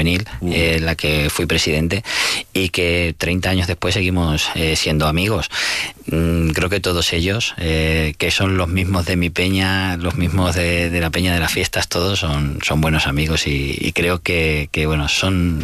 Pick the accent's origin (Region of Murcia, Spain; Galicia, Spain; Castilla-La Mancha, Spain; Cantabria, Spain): Castilla-La Mancha, Spain